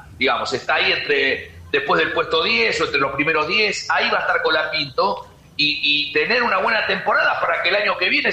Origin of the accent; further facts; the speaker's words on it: Ramos Mejía, Buenos Aires Province, Argentina; Todavía Ramos, del oeste, exactamente.